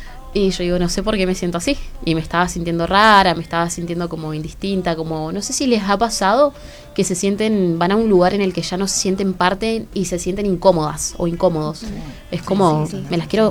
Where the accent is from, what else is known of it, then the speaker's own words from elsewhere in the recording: Rincón de los Sauces, Neuquén, Argentina; moved away; Yo soy de Neuquén. Yo soy de Neuquén, de Rincón de los Sauces específicamente.